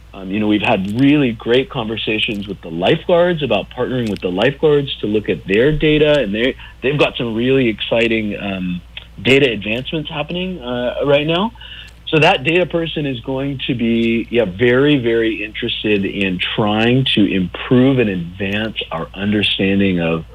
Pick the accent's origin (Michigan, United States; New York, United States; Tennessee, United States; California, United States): California, United States; now in Sydney, Australia; I am not Australian. I'm actually from California, but I do live in Sydney